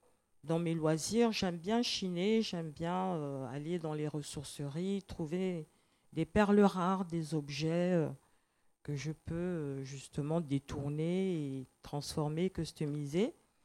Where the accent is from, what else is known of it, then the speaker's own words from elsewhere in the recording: Gabon; now in France; Et moi, je suis originaire du Gabon.